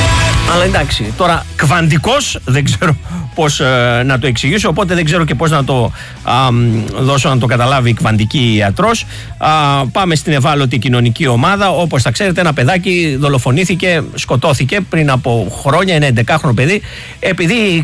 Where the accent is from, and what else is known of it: Greece